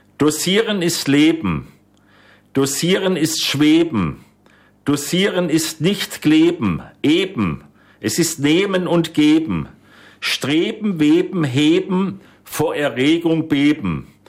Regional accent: Bödigheim, Baden-Württemberg, Germany; In meinem Heimatdorf Bödigheim im badischen Odenwald gab es einen Herrn

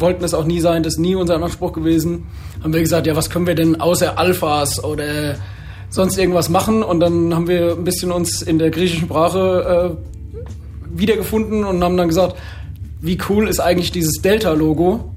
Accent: Aschaffenburg, Bavaria, Germany; Da bin ich Skateboard gefahren, wir hatten das Six-Step bei uns in Aschaffenburg, wir hatten das Style-File in Aschaffenburg.

